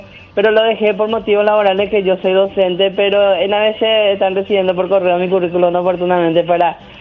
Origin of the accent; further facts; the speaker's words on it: San Juan Bautista, Misiones, Paraguay; soy oriunda de allá.